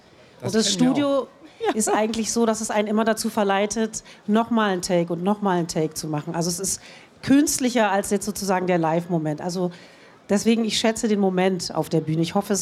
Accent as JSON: {"language": "German", "region": "Berlin", "country": "Germany", "tie": "born or raised there", "said": "es war toll, in Berlin aufzuwachsen. Ich liebe Berlin. Es ist meine Stadt einfach."}